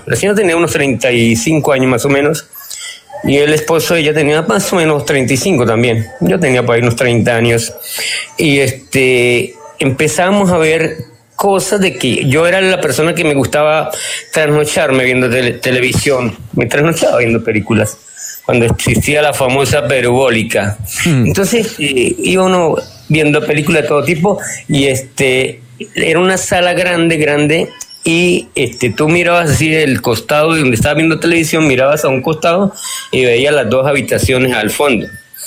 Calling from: Cali, Valle del Cauca, Colombia; estoy llamando desde Cali

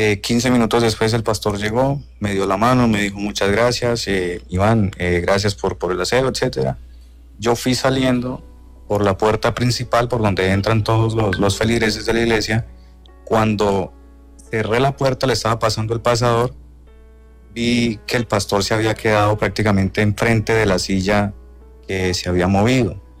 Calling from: Huila, Colombia; yo soy del Huila.

